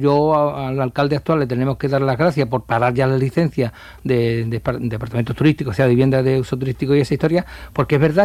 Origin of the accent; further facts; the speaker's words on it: Chiclana de la Frontera, Andalusia, Spain; Yo soy de Chiclana y siempre me gusta.